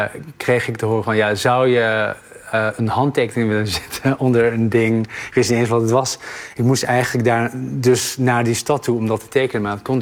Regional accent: Netherlands; toen ik in Nederland hier opgroeide, ja, ik ben hier geboren en hier naar school ging, dan werd mij altijd duidelijk gemaakt dat ik anders was.

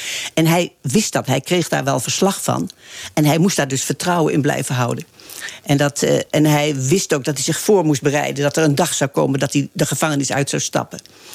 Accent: Arnhem, Gelderland, Netherlands; born there; moved away as an adult; also born or lived in Amsterdam; ik in 68 vanuit Arnhem, mijn geboortestad, naar Amsterdam ging.

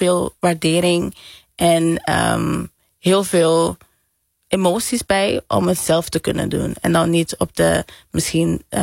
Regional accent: Curaçao; first language Papiamento; Dutch is a second language; now in Netherlands; We komen uit Curaçao, we wonen in Nederland, dus je spreekt de hele dag bijna alleen Nederlands misschien.

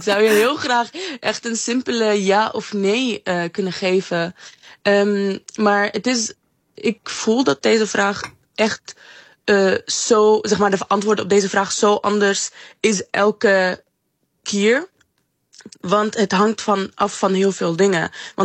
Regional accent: Syria; Dutch is a second language; now in Netherlands; Mijn thuisland was in 2024 en daar toen kon ik natuurlijk niet naar Syrië. En nu laatst ben ik op bezoek geweest

